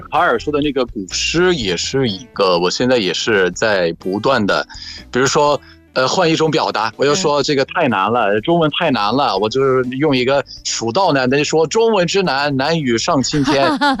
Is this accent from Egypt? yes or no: yes; Egypt; Chinese is a second language